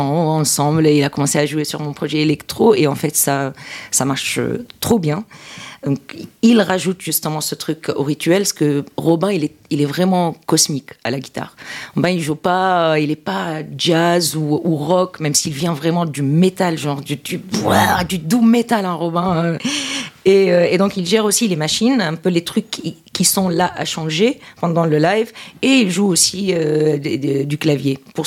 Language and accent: French; Tunisia; born or raised there